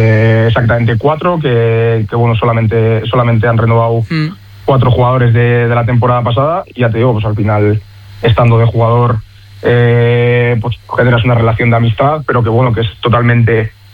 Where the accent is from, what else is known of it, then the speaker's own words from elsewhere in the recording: Leioa, Basque Country, Spain; Yo al final también soy de Leioa